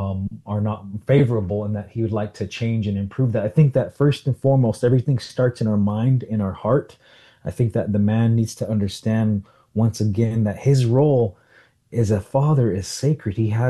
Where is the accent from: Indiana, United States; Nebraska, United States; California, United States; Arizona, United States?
Arizona, United States; Salt River; And then even just growing up in Salt River, I would hear elders kind of talk a little bit about the old days.